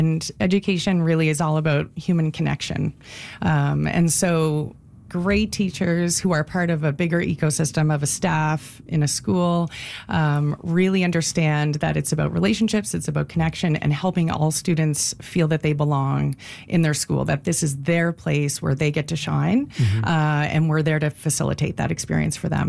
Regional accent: Cape Breton, Nova Scotia, Canada; I grew up in Cape Breton, where schools are really at the heart of community.

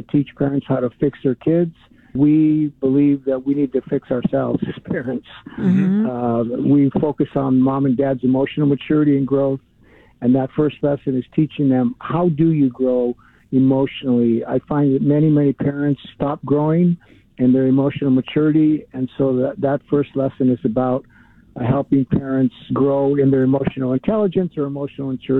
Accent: Los Angeles, California, United States; But even myself, when I grew up, and I grew up in Northeast LA, which is, you know, there's known for violence and gangs and drugs and things like that.

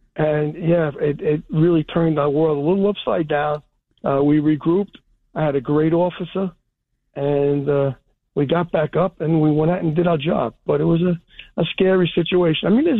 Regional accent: Brooklyn, New York, United States; born there; also born or lived in Staten Island; I was born in Brooklyn.

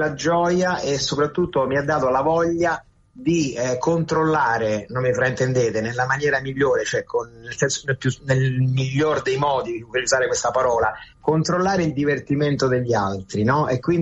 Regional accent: Rome, Lazio, Italy; l'Italia è sempre il mio paese, ma Roma soprattutto è la mia città

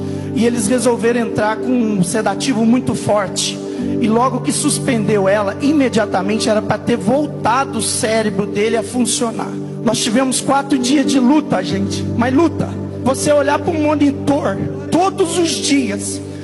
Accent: Três Pontas, Minas Gerais, Brazil; sou de Três Pontas, Minas Gerais.

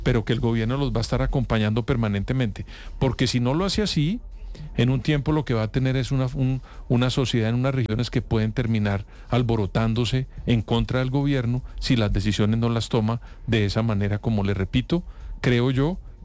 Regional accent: Colombia; Lo que trato de decir es que yo como colombiano esperaría que frente al fenómeno del Niño

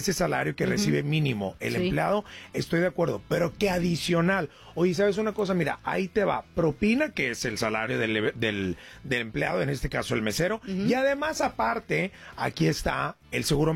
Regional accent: Monterrey, Nuevo León, Mexico; Yo soy de Monterrey

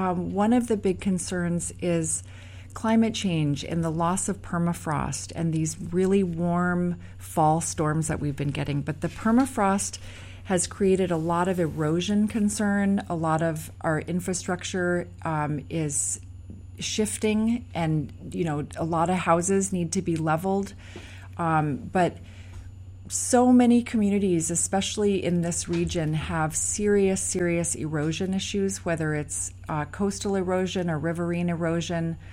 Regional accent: Alaska, United States; the way that we were raised in Alaska.

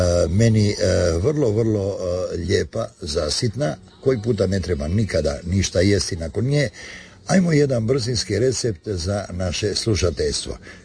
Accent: Zadar, Zadar County, Croatia; ja dolazim iz Zadra

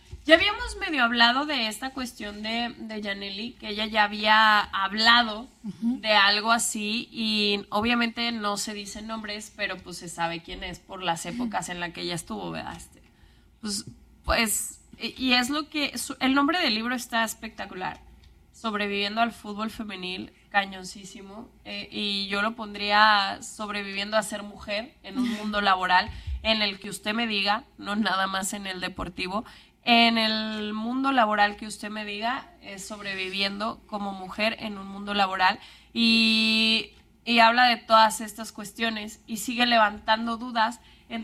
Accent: Aguascalientes, Mexico; born there; Sí, yo nací en Aguascalientes.

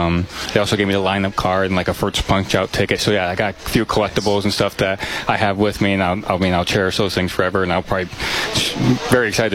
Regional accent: Clinton, Iowa, United States; So I grew up in Clinton, Iowa.

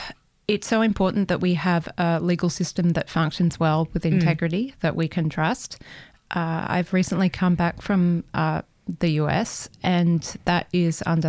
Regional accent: Bellingen, New South Wales, Australia; born or raised there; moved away as an adult; also born or lived in London / Melbourne / United States; now in Canberra, Australia

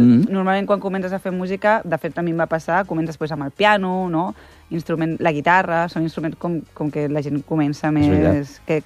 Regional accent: Barcelona, Catalonia, Spain; Al Raval, sí, jo soc del Raval, vaig començar allà.

